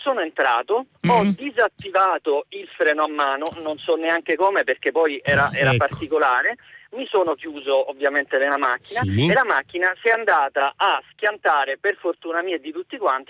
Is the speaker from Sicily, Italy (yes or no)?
yes; Palermo, Sicily, Italy; now in Rome, Italy; Avevo 4-5 anni, io sono originario di Palermo, avevamo una casa in collina, diciamo in campagna.